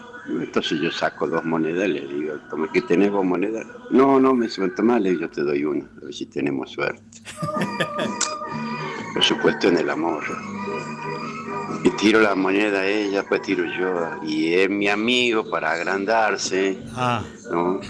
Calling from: Delfín Gallo, Tucumán, Argentina; Soy de acá, de Delfín Gallo.

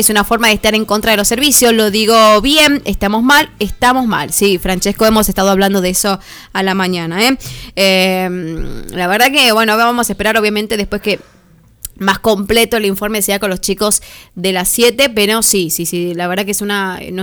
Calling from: Simoca, Tucumán, Argentina; Ah, hola amigo de la Folk … de Simoca.

